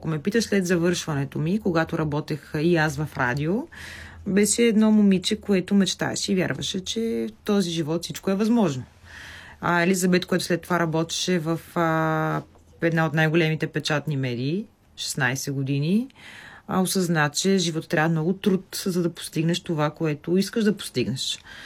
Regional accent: Pernik, Pernik Province, Bulgaria; also born or lived in Sofia; Това е родния град на фестивал Арт Будилник, освен и моя.

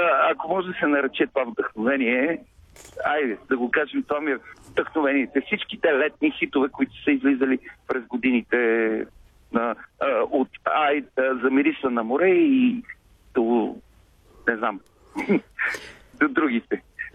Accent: Bozhurishte, Sofia Province, Bulgaria; съм от Божурище, такова селско момче

